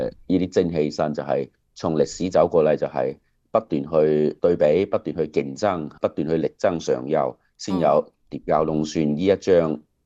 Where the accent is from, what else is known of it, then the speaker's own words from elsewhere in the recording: Diejiao, Guangdong, China; 我哋呢度呢系叠教。咁我哋叠教呢就分为叠北同叠南。咁我哋个家乡呢就系、是。